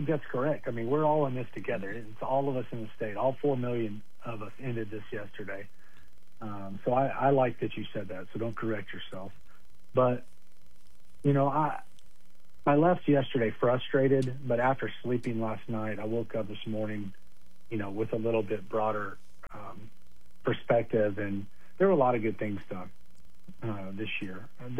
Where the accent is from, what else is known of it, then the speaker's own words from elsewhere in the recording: Clinton, Oklahoma, United States; also born or lived in Edmond, Oklahoma; Well, so I'm from Clinton, Oklahoma. I was born and raised here. I was actually born in Oklahoma City, but came home in the backseat floorboard from Oklahoma City to Clinton back when that was, you know, still allowed. And graduated here in 2000.